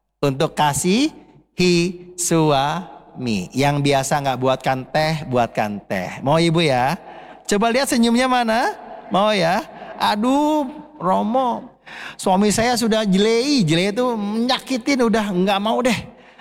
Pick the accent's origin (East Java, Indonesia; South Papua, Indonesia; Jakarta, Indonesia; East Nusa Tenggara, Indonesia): Jakarta, Indonesia; born there; Rumah saya lahir di Kelapa Gading nomor 4. Sekarang saya tinggal di Wisma Adi Sucipto sebagai pendamping mahasiswa.